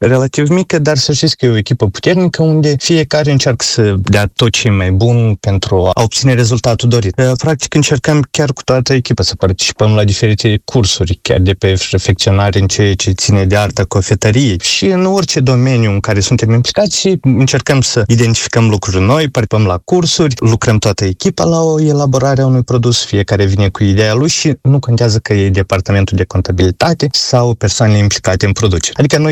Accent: Moldova

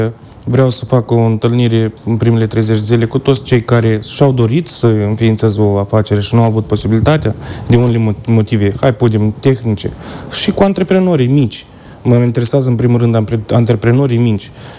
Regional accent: Orhei, Orhei District, Moldova; sunt de Baștină, din Orhei.

